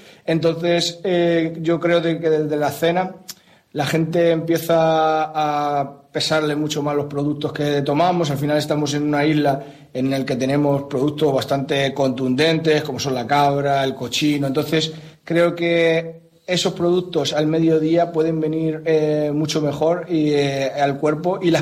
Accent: Madrid, Community of Madrid, Spain; now in Lanzarote, Spain; Yo soy de Madrid, una persona que me ha gustado la cocina siempre, y que cuando llegué aquí a Lanzarote

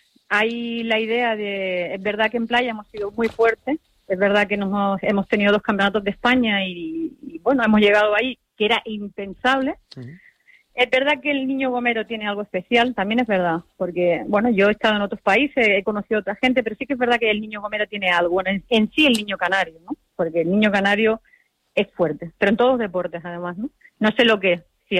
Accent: Andorra; moved away; also born or lived in Barcelona; yo soy de Barcelona, criada en Andorra

